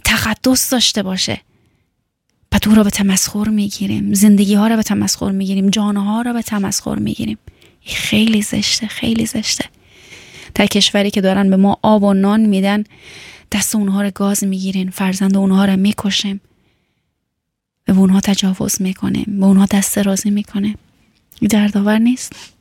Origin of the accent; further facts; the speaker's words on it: Afghanistan; moved away as an adult; now in Germany; من از افغانستان هستم